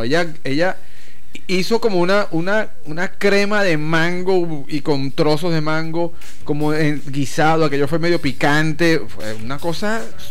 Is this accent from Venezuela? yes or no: yes; Venezuela; si debemos asumir como venezolanos